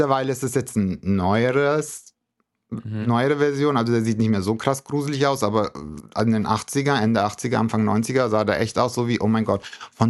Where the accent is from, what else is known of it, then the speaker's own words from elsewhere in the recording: Rothenburg ob der Tauber, Bavaria, Germany; Ich glaube, so einen Albtraum hatte ich bei uns in Rotenburg, ob der Taube, also wo ich herkomme, ursprünglich.